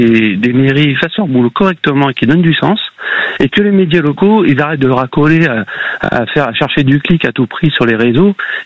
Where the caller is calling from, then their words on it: Mérignac, Nouvelle-Aquitaine, France; Alors moi, je suis à la frontière entre la ville de Mérignac et de Pessac.